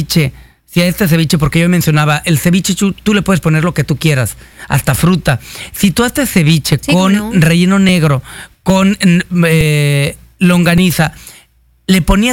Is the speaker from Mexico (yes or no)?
yes; Yucatán, Mexico; como los yucatecos tenemos en mente cuando en muchas épocas teníamos muy mala carne